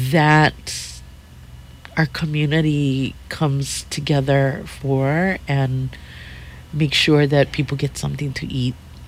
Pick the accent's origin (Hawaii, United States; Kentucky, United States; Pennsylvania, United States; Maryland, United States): Hawaii, United States; for us that born and raised in Hawaii, we live here a long, long, long time.